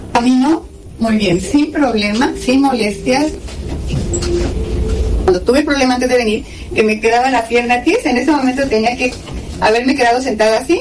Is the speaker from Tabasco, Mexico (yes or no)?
no; Mexico City, Mexico; Tengo 75 años. Vengo de la Ciudad de México a mi tratamiento.